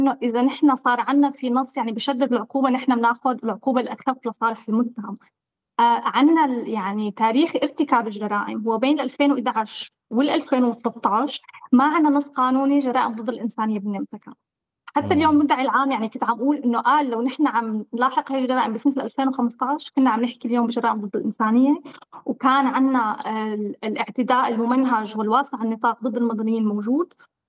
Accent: Syria; جميع احتياجات العداله اللي نحن عندنا اياها كسوريين سوريا

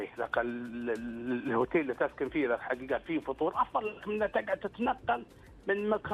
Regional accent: Al-Ahsa, Eastern Province, Saudi Arabia; accent: Hasawi; وسمعنا نتكلم عربي باللهجه الحساويه

